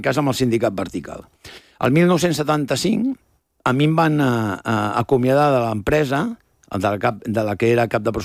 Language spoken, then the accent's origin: Catalan; Catalonia, Spain